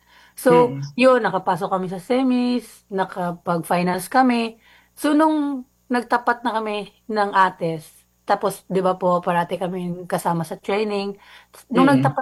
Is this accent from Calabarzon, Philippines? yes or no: no; Magsaysay, Northern Mindanao, Philippines; I'm from Magsaysay, Misamis Oriental po.